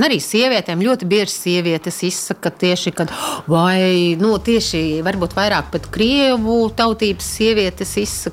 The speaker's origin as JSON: {"language": "Latvian", "town": "Ventspils", "region": "Kurzeme", "country": "Latvia", "said": "Interesanti izcelsme, ja es esmu no Ventspils, no Kurzemes, tad viņš man ir no Preiļiem."}